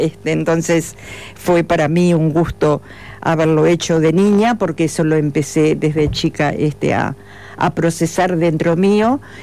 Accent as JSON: {"language": "Spanish", "town": "Aiguá", "region": "Maldonado", "country": "Uruguay", "said": "vivía en el campo, yo soy de Aiguá"}